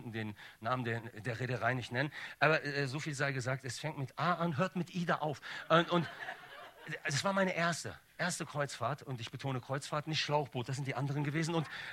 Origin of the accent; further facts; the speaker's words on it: Bonn, North Rhine-Westphalia, Germany; Ich komme ja aus Bonn und bin ein Ghetto-Kind, zick der Land.